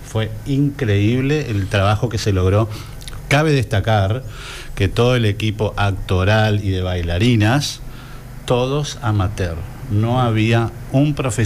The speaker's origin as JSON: {"language": "Spanish", "region": "Corrientes", "country": "Argentina", "moved": "yes", "said": "yo, si bien soy comunitario, no nací ni me crié en esta comunidad, yo soy correntino, nunca fui al colegio"}